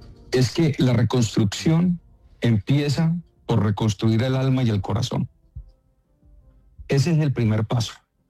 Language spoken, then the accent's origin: Spanish; Popayán, Cauca, Colombia; born or raised there; also born or lived in Cali